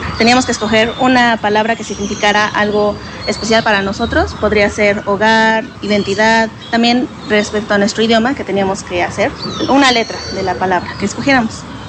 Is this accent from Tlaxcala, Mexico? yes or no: yes; Tlaxcala, Mexico; es del lugar de donde soy, que es de Tlaxcala